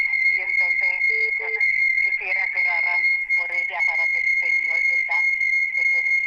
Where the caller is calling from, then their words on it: Lajas, Puerto Rico; la estoy llamando desde Laja.